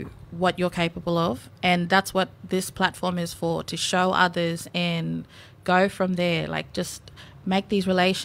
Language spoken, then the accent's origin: English; Mareeba, Queensland, Australia; I'm from Mareeba. I am Jabbaganji, Barbram and Yuman on my mother's side. Mm. And I'm Bachelor, Jarawiya and Goongri on my father's side.